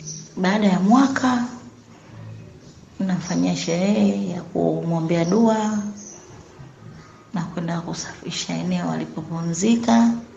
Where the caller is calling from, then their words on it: Dar es Salaam, Tanzania; Yanga Damu, natokea Dar es Salaam, Tanzania.